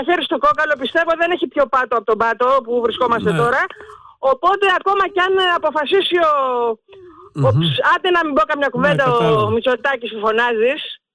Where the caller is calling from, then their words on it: Eretria, Central Greece, Greece; από Ερέτρια.